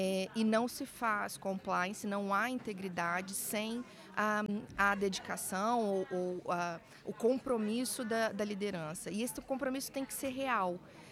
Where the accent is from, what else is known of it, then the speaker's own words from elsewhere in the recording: Brazil; now in Portugal; do Brasil, de onde eu venho